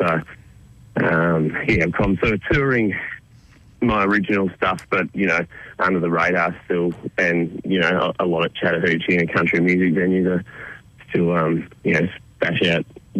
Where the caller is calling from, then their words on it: Cairns, Queensland, Australia; So, in Cairns at the moment. I just had a wedding last night.